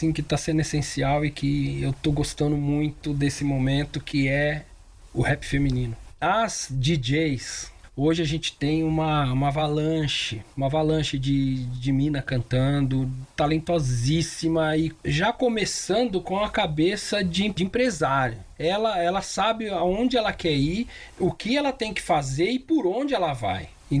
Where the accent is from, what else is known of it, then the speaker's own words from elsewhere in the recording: Brazil; a gente é brasileiro